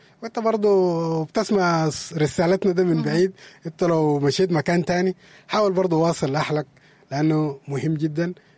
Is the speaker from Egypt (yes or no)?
no; Sudan; فنحن كسودانيين